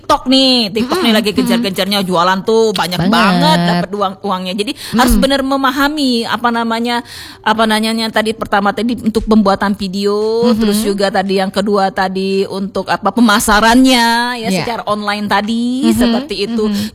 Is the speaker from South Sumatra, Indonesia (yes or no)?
yes; Palembang, South Sumatra, Indonesia; Mau ke pasar 16 nih, kita orang Palembang.